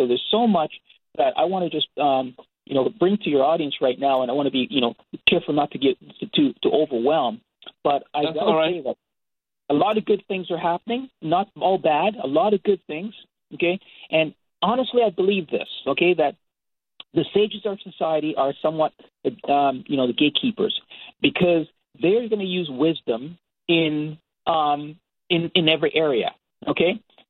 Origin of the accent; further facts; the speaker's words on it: Toronto, Ontario, Canada; I'm from Toronto, Canada.